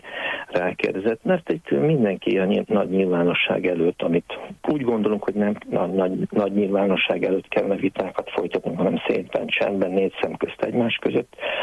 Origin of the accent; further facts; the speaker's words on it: Hungary; a pálosokhoz azért magyar alapítású rendhez kötődünk, ugye, mint magyarok